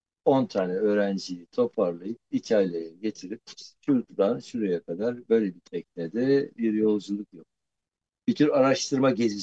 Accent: Eskişehir, Turkey; moved away; Ben Eskişehir doğumluyum.

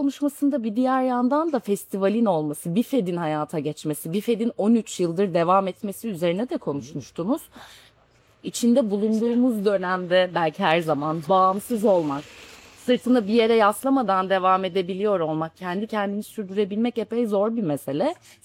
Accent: Trabzon, Turkey; ben Trabzonluyum, ailem fındık üreticisi.

